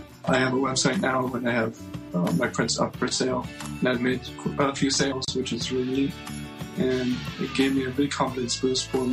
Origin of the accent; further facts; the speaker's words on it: Morrison, Colorado, United States; I'm 38 years old. I'm from Morrison, Colorado